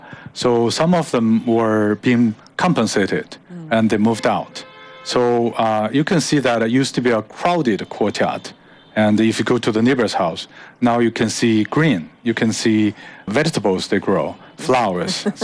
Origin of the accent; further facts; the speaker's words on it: Beijing, China; I'm from the Hutongs